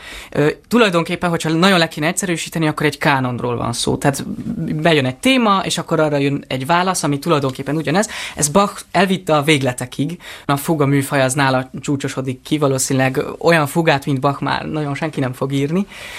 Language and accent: Hungarian; southern France, France; also born or lived in Versailles; now in Hungary; mert én Franciaországban születtem, a Versailles kastélyben.